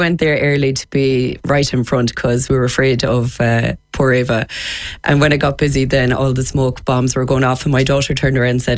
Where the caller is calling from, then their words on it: Ballycastle, Northern Ireland, United Kingdom; I'm from Ballycastle.